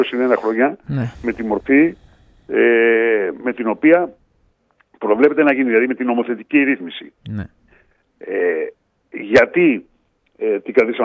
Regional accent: Northern Greece, Greece; εγώ είμαι Βορειοελλαδίτης.

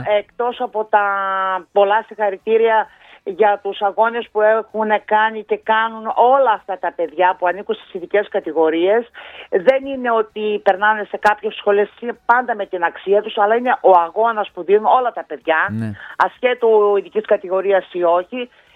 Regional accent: Didymoteicho, Eastern Macedonia and Thrace, Greece; Είμαι μία μητέρα από το Δημότυχο.

